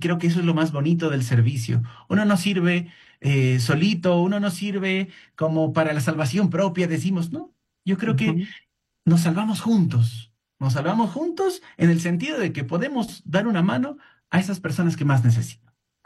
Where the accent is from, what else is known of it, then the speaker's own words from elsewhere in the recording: Arequipa, Peru; born there; moved away; yo soy exalumno jesuita del Colegio San José de Arequipa